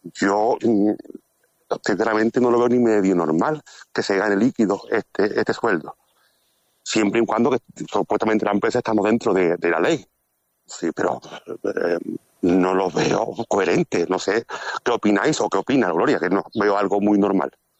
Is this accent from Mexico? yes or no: no; Castellar de la Frontera, Andalusia, Spain; Lo bueno que tiene el Almoraima es que está en Castellá, somos de Castellá, estamos en una empresa pública y estamos aguantando un poco